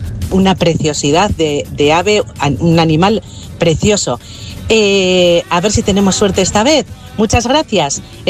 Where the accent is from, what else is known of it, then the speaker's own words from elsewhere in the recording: Basque Country, Spain; Pero somos de Vizcaya.